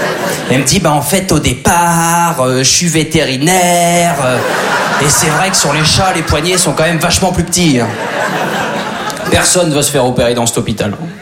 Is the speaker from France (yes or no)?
yes; Normandy, France; Alors moi je suis originaire de Basse-Normandie. Il y en a qui voient un petit peu où c'est la Basse-Normandie?